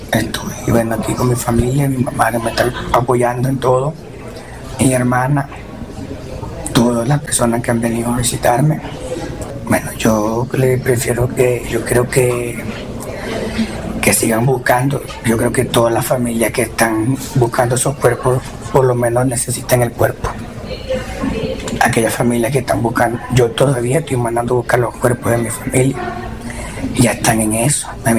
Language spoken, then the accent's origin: Spanish; La Guaira, Venezuela; Soy de La Guaira, de Caribe.